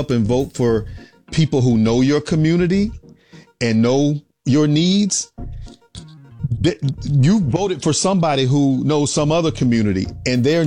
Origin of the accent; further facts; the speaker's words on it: Riviera Beach, Florida, United States; my hometown of Riviera Beach.